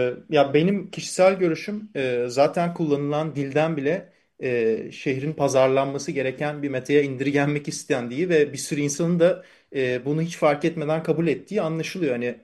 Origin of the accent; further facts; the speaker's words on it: Princes' Islands, Istanbul, Turkey; Yani aslında biz Adalılar olarak ve toplum olarak böyle etkinliklerin faydasını değil zararını göreceğiz.